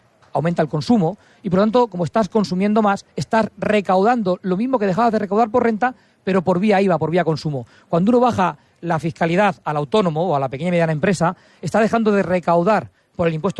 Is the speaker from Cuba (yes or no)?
no; Albacete, Castilla-La Mancha, Spain; Todos los que somos albaceteños recordamos al maestro Dámaso.